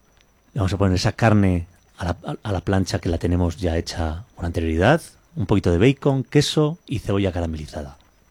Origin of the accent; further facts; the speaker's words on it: Aranda de Duero, Castile and León, Spain; de Aranda, somos de la Ribera, entonces...